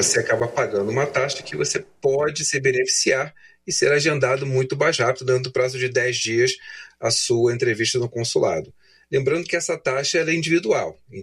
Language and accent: Portuguese; Brazil; Então, falando do Brasil, porque caso nós somos brasileiros, mas de qualquer parte do mundo, né?